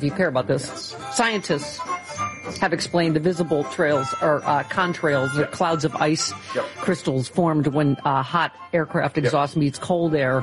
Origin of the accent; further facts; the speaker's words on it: New York, United States; My buff, because I grew up on Lake Ontario.